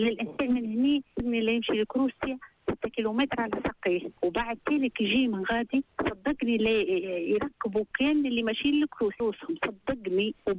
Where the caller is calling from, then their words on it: Sousse Governorate, Tunisia; واحنا جماعه الشراشير